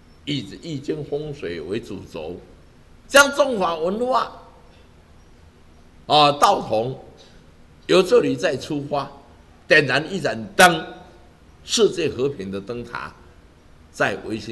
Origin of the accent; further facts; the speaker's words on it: Taiwan; 希望用我们台湾人民大家这个爱心慈悲心的有宗教素养的心超度我们现在当下坛城上15615姓氏列祖列宗诸圣灵诸眷灵啊